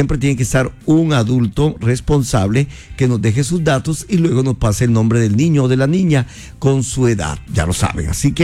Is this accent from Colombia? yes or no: yes; Colombia; Vengo precisamente de ejercer mi voto como ciudadana colombiana.